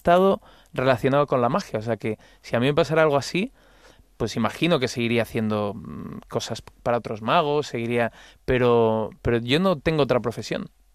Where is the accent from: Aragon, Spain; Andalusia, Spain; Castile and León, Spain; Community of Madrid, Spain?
Community of Madrid, Spain; Madrid; Sí, pero no soy mostoleño, es que Móstoles está como no.